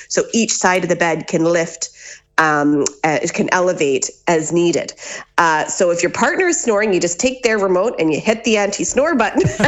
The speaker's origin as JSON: {"language": "English", "country": "Canada", "lives_now": "Ballina, Ireland"}